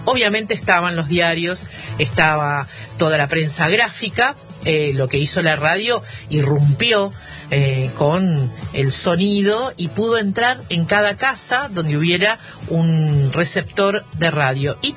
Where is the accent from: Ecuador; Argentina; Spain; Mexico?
Argentina; para quienes somos argentinos, argentinas